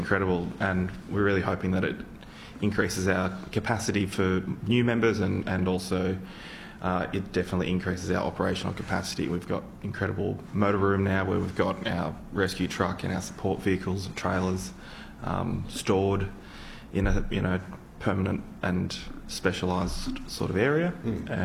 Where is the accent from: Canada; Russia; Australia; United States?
Australia; New South Wales; now in Victoria, Australia; I grew up in New South Wales, far north New South Wales, so I used to be in the New South Wales Rural Fire Service